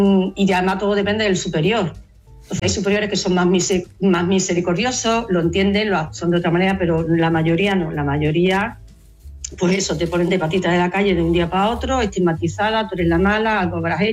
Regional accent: Seville, Andalusia, Spain; A Sevilla, yo soy de Sevilla.

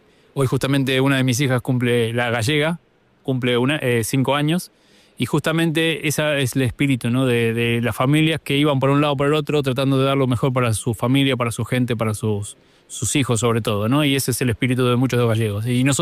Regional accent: Mar del Plata, Buenos Aires Province, Argentina; born there; Soy nacido en Argentina, en Mar del Plata, una ciudad balnearia de costa, y soy nieto de gallegos.

